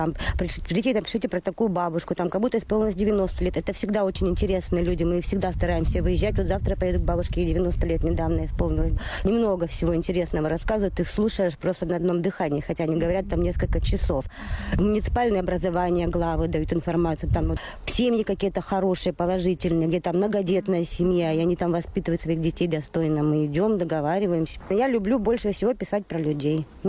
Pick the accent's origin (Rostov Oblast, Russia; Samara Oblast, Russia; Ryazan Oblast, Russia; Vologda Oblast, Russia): Vologda Oblast, Russia; Ustyuzhna; вообще думала, что когда последний звонок отзвенит, я мечтала, скорее бы этот последний звонок прозвенел, и я уеду из Устюжна, никогда не вернусь, и даже не буду на выходные приезжать.